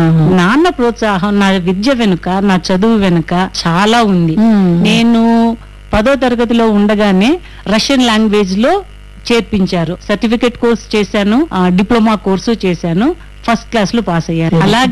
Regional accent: Anantapur, Andhra Pradesh, India; moved away as an adult; also born or lived in Madanapalle; now in Bengaluru, India; నా బాల్యం అనంతపురంలో సాగిందండి. అక్కడే స్కూల్లో చదువుకున్నాను

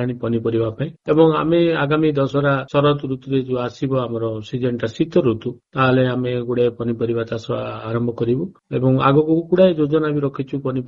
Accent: Bhairab Singhpur, Odisha, India; ମୋ ଗାଁ ନାଁ ହଉଛି ଭୈରବ ସିଂହପୁର, ଜିଲ୍ଲା କୋରାପୁଟ।

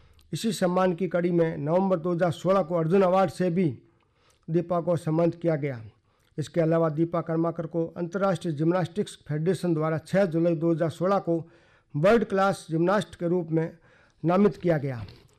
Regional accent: Bikaner, Rajasthan, India

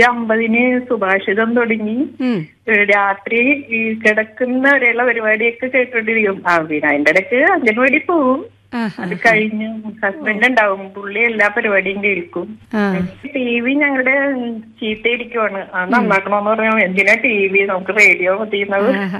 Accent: Udayamperoor, Kerala, India; ഞങ്ങൾ ജനിച്ചു വളർന്ന നാടല്ലേ.

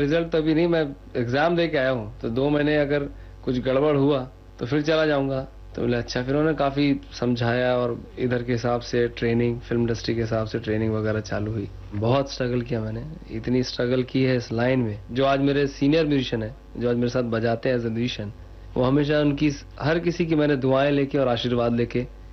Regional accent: Jabalpur, Madhya Pradesh, India; moved away; मैं जबलपुर का रहने वाला हूं, और जबलपुर में मैं मॉडल हाई स्कूल में पढ़ता था।

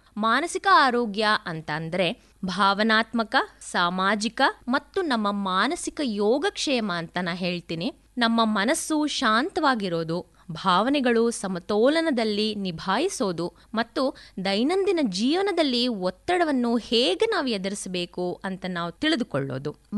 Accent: Mysuru, Karnataka, India; ನನ್ನ ಊರು ಮೈಸೂರು.

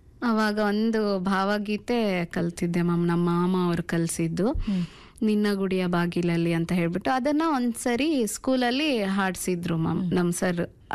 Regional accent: Karnataka, India; also born or lived in Davanagere; ಅದಾದ್ಮೇಲೆ ನಮ್ಮೂರಿಂದ ಒಂದು 2 ಕಿಲೋಮೀಟರ್ ದೂರ ಸಾಸಿವೆಯಲ್ಲಿ ಅಂತ, ಅಲ್ಲಿ ನನ್ನ ಹೈಸ್ಕೂಲ್ ಎಜುಕೇಷನ್ ಅಲ್ಲೇ ಮ್ಯಾಮ್, 8th, 9th, 10th ಅಲ್ಲಿ ಓದಿದ್ದು. ಅಲ್ಲಿಂದ PUC ಹರಪನಹಳ್ಳಿ, ಹರಪನಹಳ್ಳಿಯಿಂದ ನಾನು 2017 ಅಲ್ಲಿ ದಾವಣಗೆರೆಗೆ

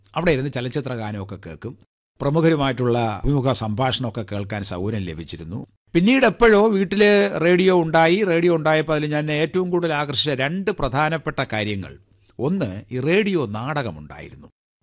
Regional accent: Kerala, India; കാരണം ഞാൻ ജനിച്ചു വളർന്നത് ഒരു ഗ്രാമത്തിലാണ്. നെയ്യാറ്റിൻകര താലൂക്കിലെ ആനാവൂർ വില്ലേജിൽപ്പെട്ട ഒരു പ്രദേശത്താണ് ഞാൻ ജനിച്ചതും വളർന്നതും. എൻ്റെ ബാല്യകാല വിദ്യാഭ്യാസവും ഒക്കെ അവിടെയായിരുന്നു.

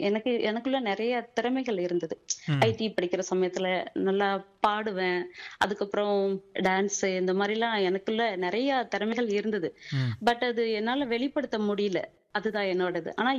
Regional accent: Kallipatti, Tamil Nadu, India; born there; நான் பிறந்தது வந்து கள்ளிப்பட்டி. நான் ஒரு கிராமத்துலதான் பிறந்தேன். ஆமா, கிராமத்துலதான் பிறந்தேன். நான் கவர்மெண்ட் ஸ்கூல்லதான் படிச்சேன்.

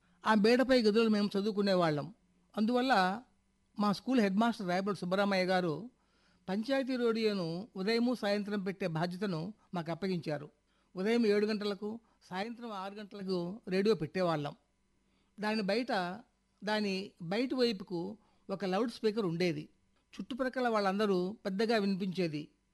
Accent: Bommalapuram, Andhra Pradesh, India; నేను మా స్వగ్రామం బొమ్మలాపురంలో ఉండగా

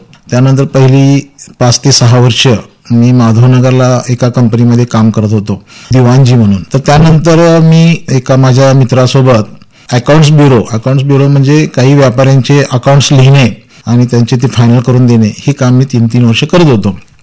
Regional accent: Dudhegaon, Maharashtra, India; मी मूळचा दुधेगाव या गावचा असून कवठेमंगळ तालुक्यामध्ये शेवटचं दुधेगाव हे गाव आहे.

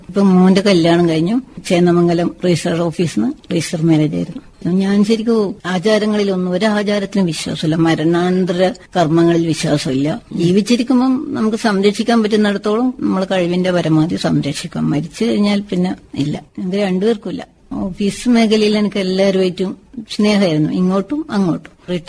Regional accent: Karivellur, Kerala, India; ഞാൻ ജനിച്ചത് കരിവള്ളൂരിലാണ്. ദാരിദ്ര്യം കഷ്ടപ്പാടുമായിരുന്നു. അമ്മയും അച്ഛനും സാധാരണ കൂലിപ്പണിക്കാരായിരുന്നു. അപ്പൊ ഞങ്ങൾ 7 മക്കളായിരുന്നു.

